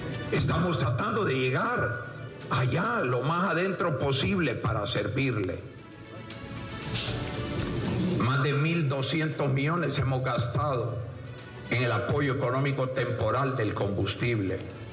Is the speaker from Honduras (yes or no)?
yes; Honduras; todos como hondureños, tenemos que poner nuestra parte.